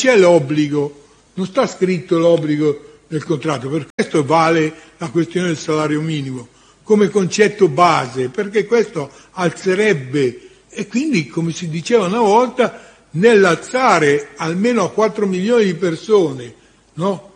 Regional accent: Lombardy, Italy; quando andavamo nelle fabbriche, a Milano, in Lombardia, per parlare, visto che siamo lombardi

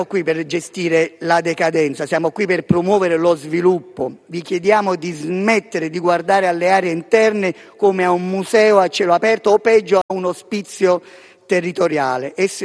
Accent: Portici, Campania, Italy; Io che provengo da Portici

